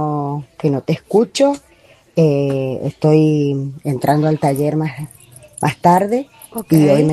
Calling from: Guaymallén, Mendoza, Argentina; de Guaymallén

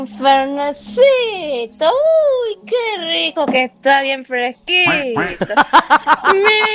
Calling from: Godoy Cruz, Mendoza, Argentina; de Boy Cruz

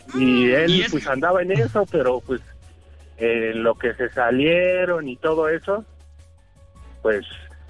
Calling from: Tecámac, State of Mexico, Mexico; Ahorita ando de estos lados, de Cuautitlán, Izcalli, pero yo soy de Tecámac.

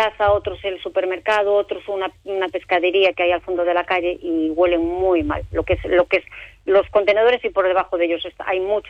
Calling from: Coles, Galicia, Spain

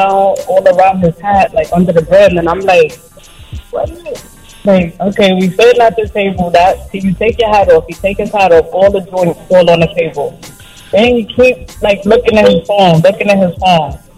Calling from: New York City, New York, United States; I'm calling from Brooklyn.

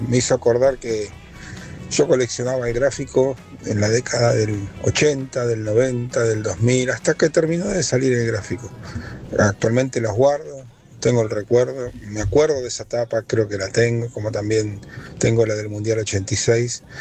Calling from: Berazategui, Buenos Aires Province, Argentina; de Berazategui

